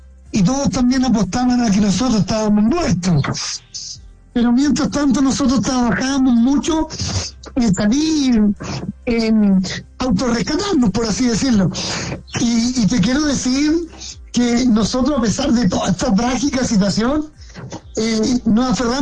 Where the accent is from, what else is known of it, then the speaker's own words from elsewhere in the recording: Chile; pasaban muchas cosas por la cabeza de nosotros como mineros chilenos.